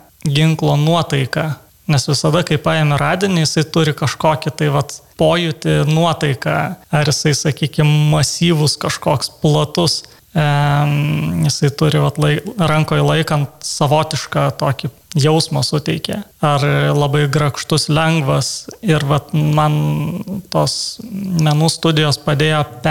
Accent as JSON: {"language": "Lithuanian", "town": "Vilnius", "region": "Vilnius County", "country": "Lithuania", "also_born_or_lived": "Kaunas", "moved": "as an adult", "said": "aš pats esu vilnietis, bet taip gavosi, kad išvažiavau studijuoti Kauną."}